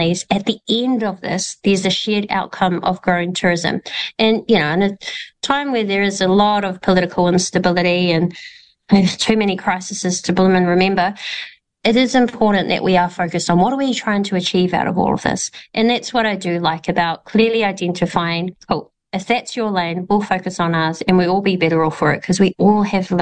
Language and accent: English; New Zealand; You know, you go overseas anywhere and you say, I'm from New Zealand, and they go, ah, the haka.